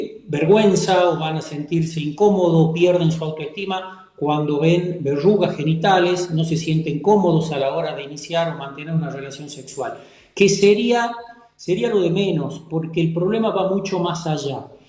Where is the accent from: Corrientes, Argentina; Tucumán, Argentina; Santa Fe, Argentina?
Tucumán, Argentina; accent: tonada; Me traicionó un poquito la tonada, soy de Tucumán.